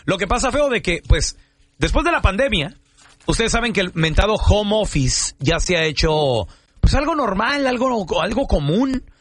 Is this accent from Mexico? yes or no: yes; Mexico; No, bueno, pues claro. Yo soy mexicano, o sea, yo